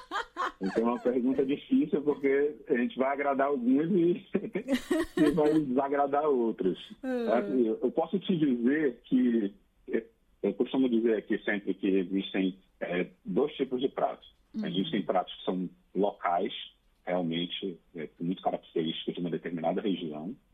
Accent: Belém, Pará, Brazil; now in São Paulo, Brazil; Eu sou natural de Belém, capital do Pará. Então, quando eu me mudei para São Paulo, 10 anos atrás

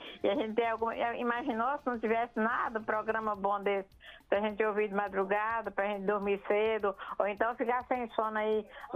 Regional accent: Bom Jesus da Lapa, Bahia, Brazil; now in Uruaçu, Brazil; Eu sou baiana, sou de Bom Jesus da Lapa. Já tem 54 anos que eu moro aqui em Uruaçu.

